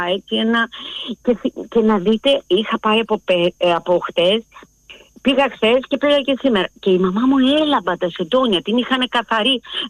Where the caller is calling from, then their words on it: Athens, Attica, Greece; από το Παγκράτη.